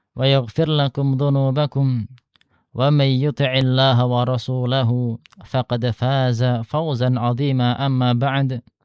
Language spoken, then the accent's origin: Indonesian; Sragen, Central Java, Indonesia; also born or lived in Jember; now in Perawang, Indonesia; Kalau ana asalnya dari Sragen.